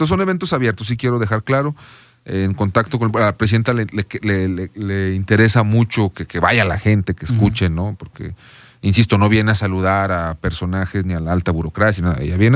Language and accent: Spanish; Aguascalientes, Mexico; yo nací y crecí en La Purísima.